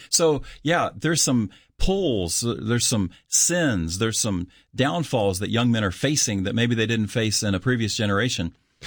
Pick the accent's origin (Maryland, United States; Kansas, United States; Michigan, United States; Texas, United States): Kansas, United States; and I'm from Kansas. I grew up in Kansas.